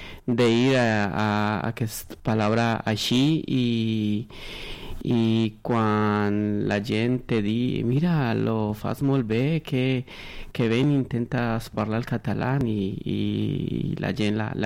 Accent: Colombia; Catalan is a second language; now in Caldes, Spain; sóc la parella de l'Angi, també sóc colombià.

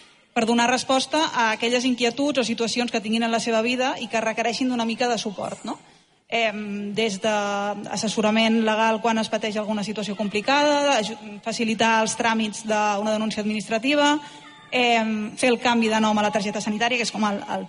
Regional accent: Castellón de la Plana, Valencian Community, Spain; Jo sóc valenciana, sóc de Castelló.

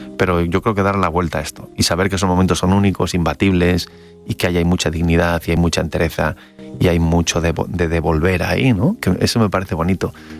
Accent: Madrid, Community of Madrid, Spain; Sí, el barrio. Yo soy de barrio. Yo soy de Carabanchel

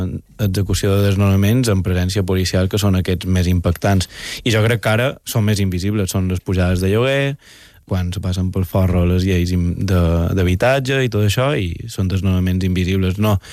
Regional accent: Mallorca, Balearic Islands, Spain; tots som mallorquins.

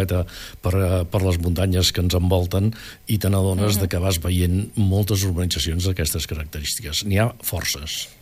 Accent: Catalonia, Spain; No em conec bé l'àrea metropolitana de Barcelona, jo sóc del Vallès, i em sap greu.

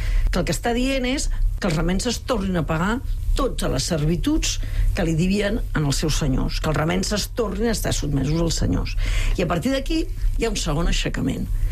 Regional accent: Catalonia, Spain; Pla de l'Estany, que és la meva comarca, Pla de l'Estany.

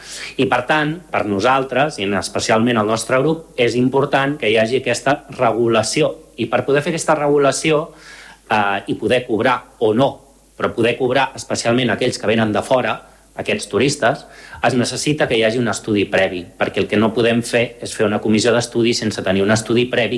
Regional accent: Malgrat de Mar, Catalonia, Spain; els que som de Malgrat i tenim cotxe a Malgrat

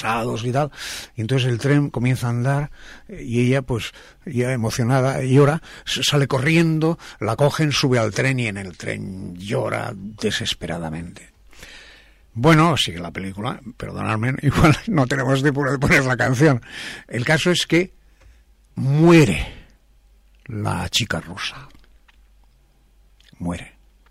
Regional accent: Spain; conocen España mejor que nosotros siendo españoles

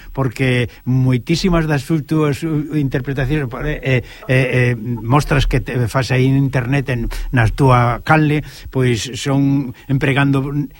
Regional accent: Galicia, Spain; nosotros como galegos

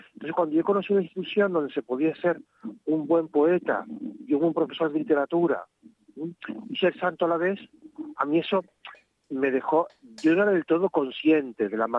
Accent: Santa Cruz de Tenerife, Canary Islands, Spain; soy de aquí de Santa Cruz, de Tenerife

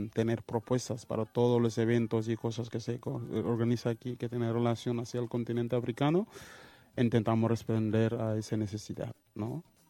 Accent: Casamance, Senegal; Catalan is a second language; now in Catalonia, Spain; Jo soc del Casamàs

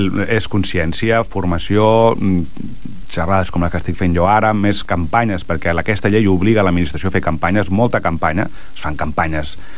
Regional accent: Vilassar de Mar, Catalonia, Spain; Jo que soc de Vilassar de Mar, hi ha com 5 o 6 establiments de Vilassar

